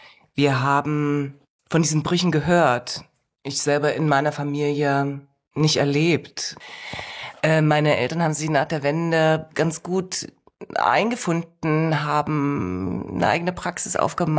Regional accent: Auerbach, Saxony, Germany; moved away; also born or lived in Göttingen; Ich habe mich als Mensch aus Auerbach empfunden, die eine tolle Kindheit und Jugend hatte.

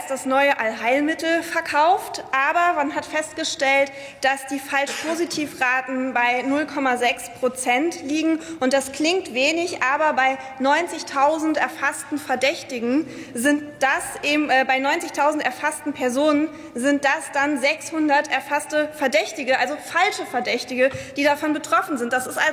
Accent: Saarland, Germany; als Saarländerin bin ich selbst in einer Grenzregion aufgewachsen.

